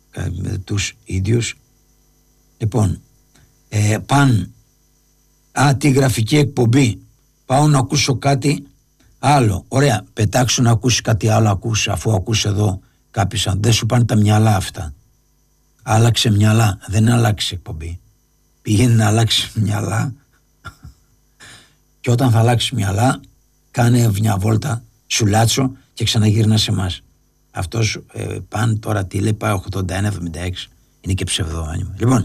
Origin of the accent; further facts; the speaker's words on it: Lefkada, Ionian Islands, Greece; Πάνω που είμαι από τη Λευκάδα, το ξέχασα.